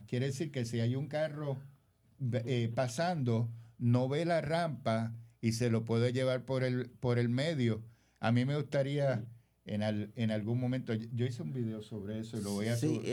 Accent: Mayagüez, Puerto Rico; Somos del área de Mayagüez

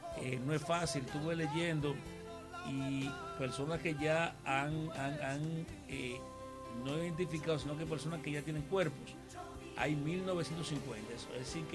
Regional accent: Dominican Republic; los dominicanos decimos

